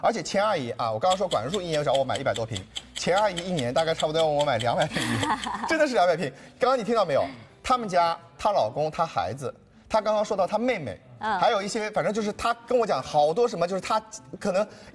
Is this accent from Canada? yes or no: no; China; 我们中国人